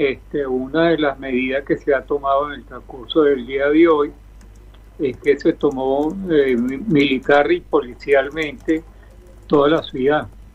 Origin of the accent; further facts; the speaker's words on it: Venezuela; En este caso, Venezuela, hemos aceptado la ayuda internacional